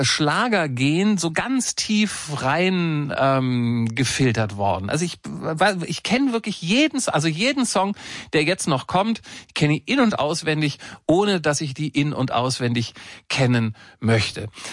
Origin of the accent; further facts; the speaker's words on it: Lower Saxony, Germany; born there; Ich bin in Niedersachsen geboren worden, Ende der 60er Jahre.